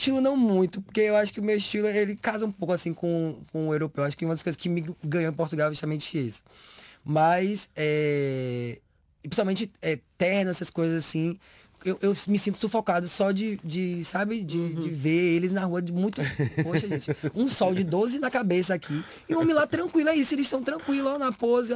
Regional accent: Salvador, Bahia, Brazil; accent: Northeastern Brazilian; eu carrego a minha cidade comigo para onde eu vou. E eu amo quando eu estou em algum lugar e as pessoas falam assim, ah, você é do Nordeste, né? Porque eu sinto que a minha raiz ela está comigo, seja no sotaque, seja na expressão

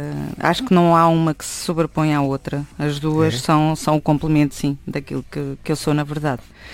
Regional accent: Leiria, Centro, Portugal; Eu sou de Leiria.

